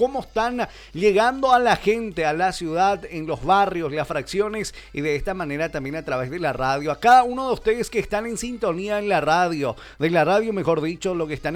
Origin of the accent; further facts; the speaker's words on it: Pedro Juan Caballero, Amambay, Paraguay; Como paraguayos, como paraguayas, como Pedro Juaninos, Pedro Juanina